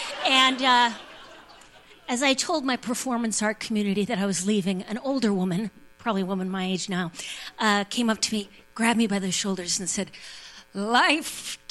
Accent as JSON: {"language": "English", "town": "Duluth", "region": "Minnesota", "country": "United States", "said": "I'm from Duluth. Whoa. Have you guys been to Duluth? All right. No. I love Duluth so much."}